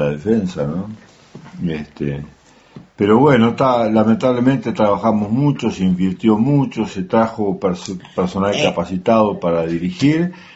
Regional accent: Uruguay

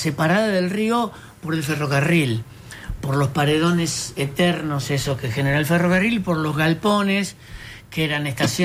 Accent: Rosario, Santa Fe, Argentina

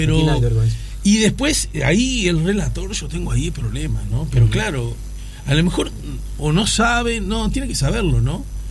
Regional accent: Uruguay; Es la que más me gusta a mí, la camiseta, porque soy de Uruguay, claro.

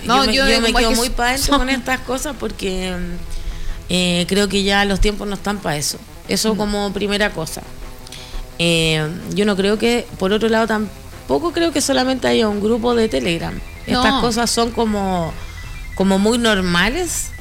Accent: Putaendo, Valparaíso, Chile; No se vengan a mi pueblo.

